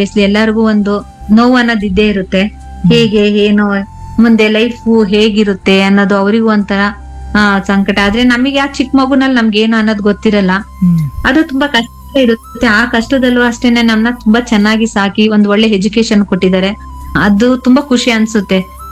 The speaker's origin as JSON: {"language": "Kannada", "region": "Karnataka", "country": "India", "tie": "born or raised there", "said": "1-7 ನಾನು ಕಂಚುಗಾರ ಕಪ್ಪಲಲ್ಲಿ ಓದಿದ್ದು, 7th PU ನಮ್ಮ ಊರಿನ ಪಕ್ಕ 4 kilometre Kesthur ಕಪ್ಪಲು. Next 2 degree ಇನ್ನಾಗ KR ನಗರದಲ್ಲೇ ಮಾಡಿದ್ದು."}